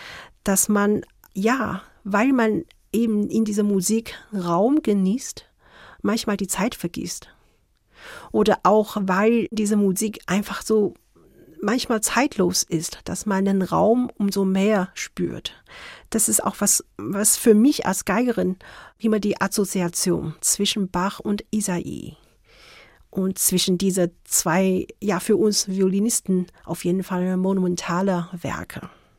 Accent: Beijing, China; German is a second language; moved away as an adult; also born or lived in Kassel / Karlsruhe; now in Munich, Germany; Ursprünglich komme ich aus Peking, bin in Peking aufgewachsen, zur Schule gegangen und zum Studium kam ich dann nach Deutschland.

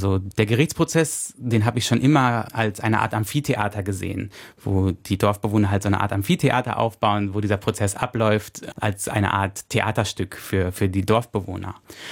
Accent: North Rhine-Westphalia, Germany; Ich bin im kleinen Ort in NRW aufgewachsen

